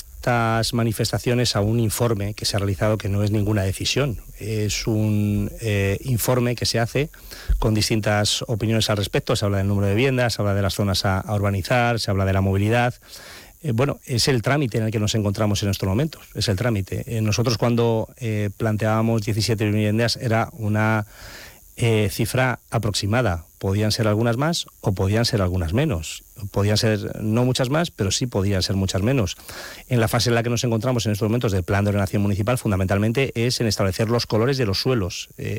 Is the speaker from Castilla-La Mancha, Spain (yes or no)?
yes; Toledo, Castilla-La Mancha, Spain; somos muchos más toledanos los que vivimos y usamos la ciudad a diario